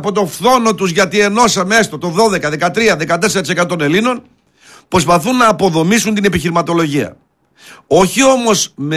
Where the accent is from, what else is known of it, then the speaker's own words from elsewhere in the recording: Thessaloniki, Central Macedonia, Greece; also born or lived in Neapoli; έτσι το λένε στο Κορδελιό που μεγάλωσα και στην Νεάπολη